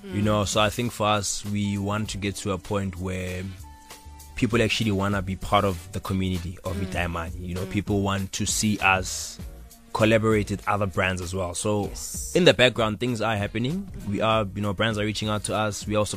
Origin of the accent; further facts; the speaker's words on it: Soweto, Gauteng, South Africa; I'm a South African, I'm from Soweto.